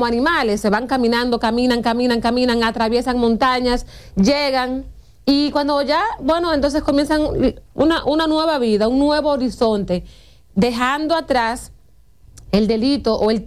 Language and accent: Spanish; Dominican Republic